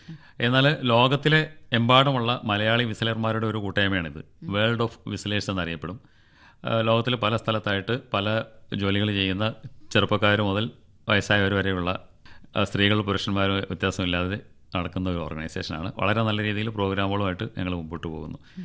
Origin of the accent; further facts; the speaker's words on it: Koothattukulam, Kerala, India; ഞാൻ എറണാകുളം ജില്ലയിലെ കൂത്താട്ടുകുളം സ്വദേശിയാണ്.